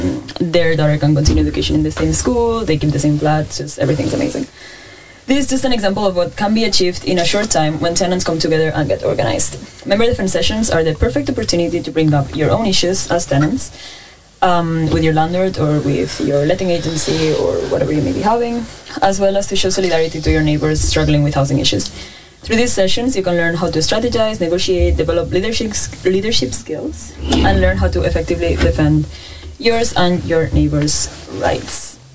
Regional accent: Barcelona, Catalonia, Spain; moved away; I grew up in Barcelona

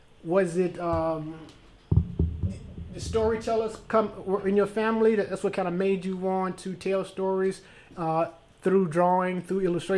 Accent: the South, United States; We're from the South. Southern folks

